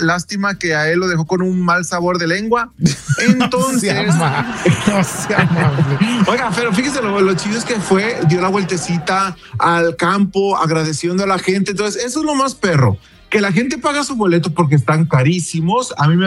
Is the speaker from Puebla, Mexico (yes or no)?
no; Jalisco, Mexico; especialmente mi tierra Jalisco